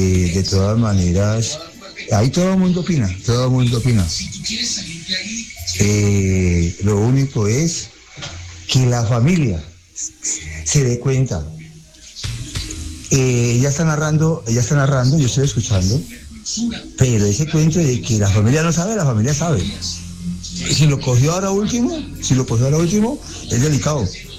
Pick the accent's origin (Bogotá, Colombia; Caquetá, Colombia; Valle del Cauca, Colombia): Valle del Cauca, Colombia; Cali; de Cali para el Mundo